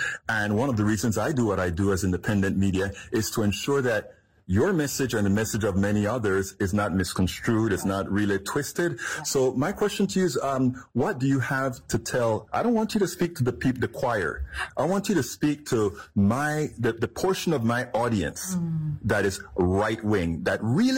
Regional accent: Panama; now in United States; I am from Panama, Central America.

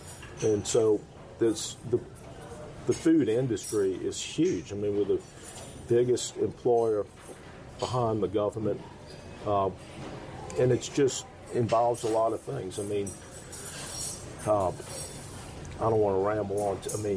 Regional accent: New Orleans, Louisiana, United States; growing up in New Orleans

